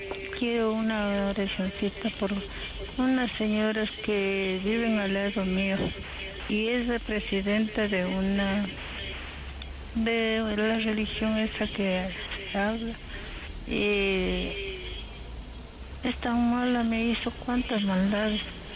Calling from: Sangolquí, Pichincha, Ecuador; De San Golquí.

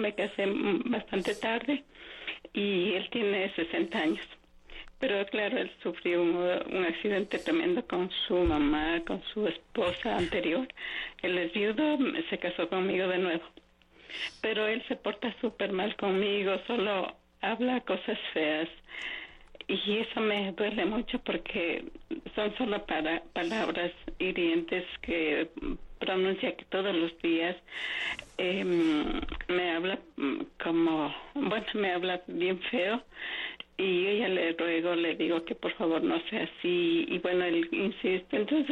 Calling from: Quito, Pichincha, Ecuador; estoy llamando desde Cochabamba Norte, de aquí de Quito.

